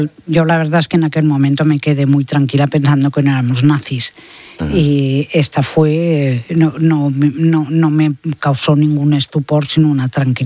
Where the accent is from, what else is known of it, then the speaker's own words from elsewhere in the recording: Barcelona, Catalonia, Spain; yo nací en Barcelona, mis padres eran alemanes, se habían conocido aquí y me educaron en la fe católica, en el colegio de las monjas alemanas de la calle Copérnico en Barcelona.